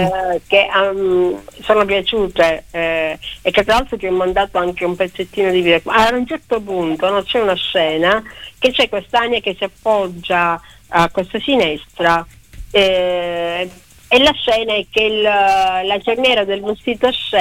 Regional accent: Sicily, Italy; Io sono siciliana, vengo da una tradizione familiare molto

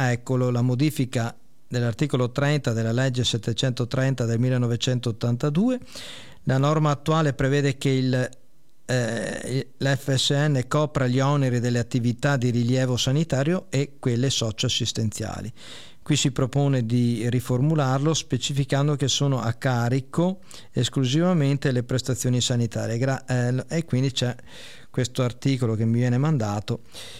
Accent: Veneto, Italy; io che vengo dalla provincia di Rovigo

